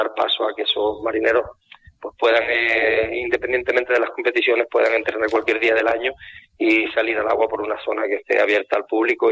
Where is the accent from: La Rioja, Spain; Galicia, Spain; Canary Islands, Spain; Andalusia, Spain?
Canary Islands, Spain; somos una isla, somos 7, 8 islas, y estamos rodeadas de mar